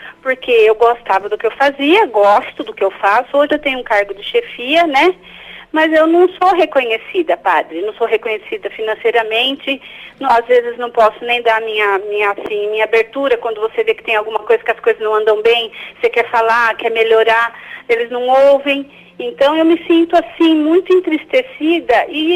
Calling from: Campinas, São Paulo, Brazil; Eu falo de Campinas.

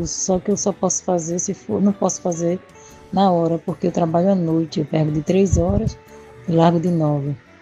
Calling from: São José da Coroa Grande, Pernambuco, Brazil; Sou de São José da Coroa Grande, da paróquia de São José da Coroa Grande.

